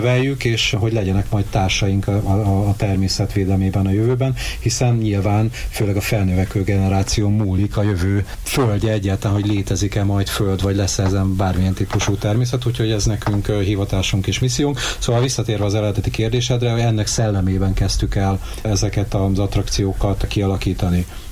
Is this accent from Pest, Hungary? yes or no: no; Miskolc, Borsod-Abaúj-Zemplén, Hungary; moved away as an adult; also born or lived in Szabolcs-Szatmár-Bereg County / Hajdú-Bihar County; Itt születtem, és itt is nőttem fel. Aztán hát felnőtt fejjel elkerültem Miskolc városából. Hát alapvetően Szabolcs és Hajdú megyében éltem.